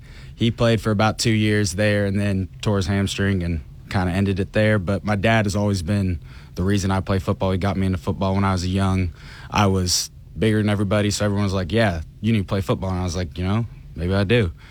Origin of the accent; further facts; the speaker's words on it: Broken Arrow, Oklahoma, United States; moved away as an adult; now in Conway, Arkansas, United States; It feels like where I grew up back in Tulsa, back in Broken Arrow.